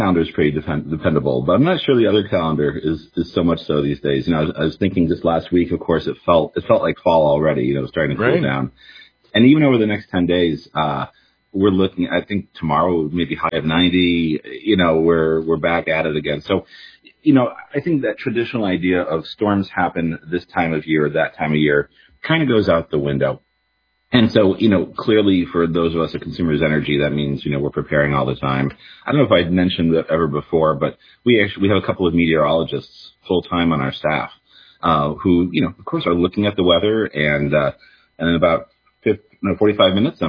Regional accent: East Lansing, Michigan, United States; So, you know, I come from East Lansing.

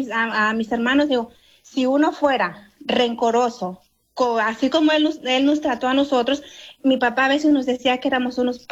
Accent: Michoacán, Mexico; yo soy del estado de Michoacán

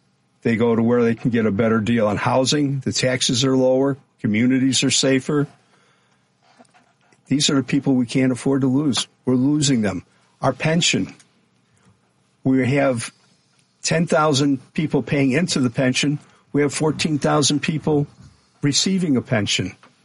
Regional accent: Chicago, Illinois, United States; my childhood in Chicago

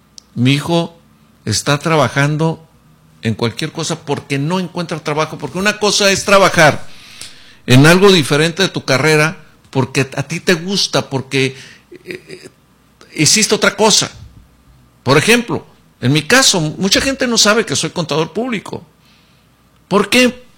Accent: Sahuaripa, Sonora, Mexico; de todos los que venimos de esos padres de Zaguaripa, de luchones, de tesón, de trabajar, de pegarle.

